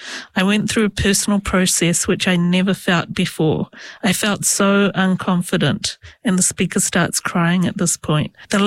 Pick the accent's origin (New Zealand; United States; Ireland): New Zealand; Hamilton, Waikato; born there; also born or lived in India / Canada; the answer to the question where I'm from is always Kirikiriroa, Hamilton.